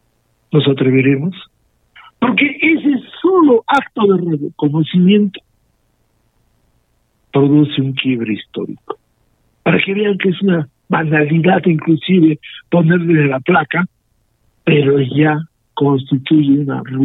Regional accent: Arequipa, Peru

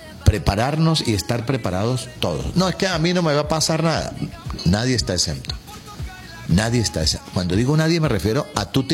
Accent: Venezuela; Y con esto tenemos que aprender los venezolanos.

